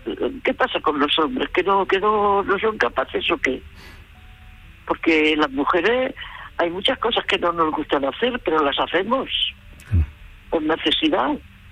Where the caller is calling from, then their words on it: Andalusia, Spain; soy andaluza, pero yo no tenía estudios ni nada.